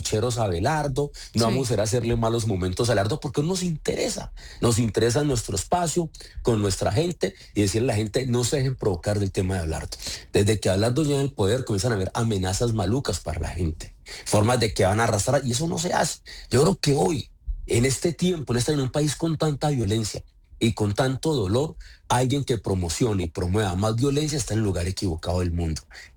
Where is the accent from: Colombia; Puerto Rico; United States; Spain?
Colombia; Sevilla, Valle del Cauca; born there; Yo nací en Sevilla y viví hace 43 años en el distrito de Agua Blanca, en Santiago de Cali.